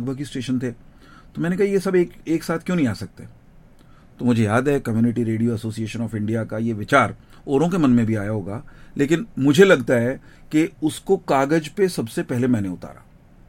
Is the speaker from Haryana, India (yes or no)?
yes; Karnal, Haryana, India; accent: Haryanvi; मैं करनाल का रहने वाला हूं, तो मारी हरियाणवी ओर डाड़की है।